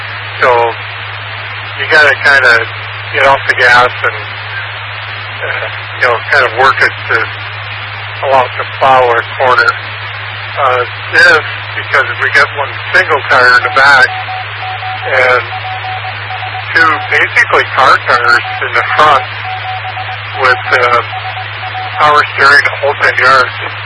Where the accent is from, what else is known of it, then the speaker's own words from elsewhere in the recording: Vancouver, British Columbia, Canada; born there; I'm Canadian. Originally, I was born in Vancouver, but we moved around a lot.